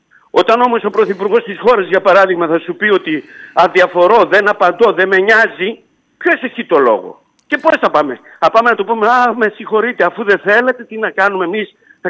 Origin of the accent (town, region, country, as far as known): Patras, Western Greece, Greece